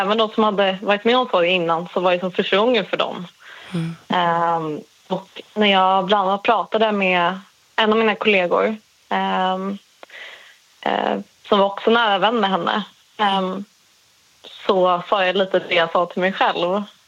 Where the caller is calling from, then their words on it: Stockholm, Stockholm County, Sweden; jag är från Stockholm.